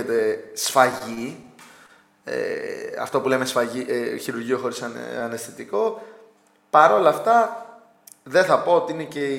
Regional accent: Greece

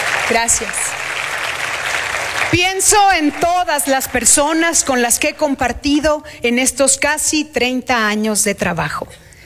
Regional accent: Sonora, Mexico; Soy una mujer sonorense y lo digo con orgullo.

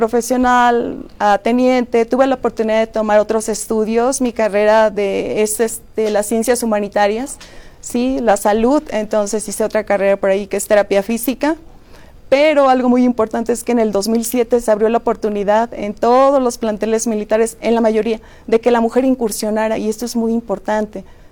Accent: Irapuato, Guanajuato, Mexico; soy de Irapuato, Guanajuato, no muy lejos, pero mis padres son de una condición humilde.

